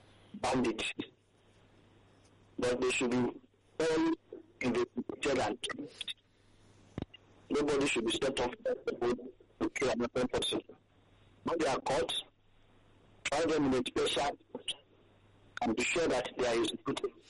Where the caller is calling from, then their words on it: Ojo, Lagos, Nigeria; from Ojo Legbas.